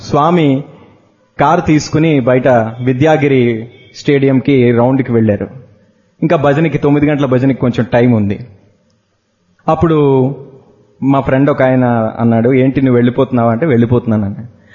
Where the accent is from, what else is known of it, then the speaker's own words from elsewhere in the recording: Visakhapatnam, Andhra Pradesh, India; moved away as an adult; now in Puttaparthi, India; మా సొంత ఊరు విశాఖపట్నం